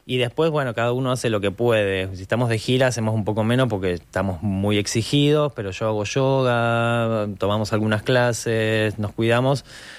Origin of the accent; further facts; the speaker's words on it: Argentina; pues somos argentinos